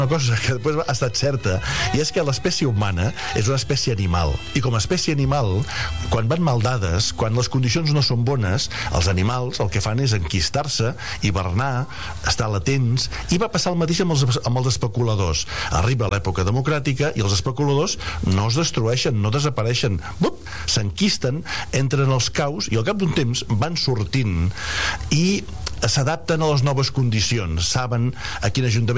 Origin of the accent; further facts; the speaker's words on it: Figueres, Catalonia, Spain; Vaig conèixer els Aiguamolls quan tenia 14 anys, soc de Figueres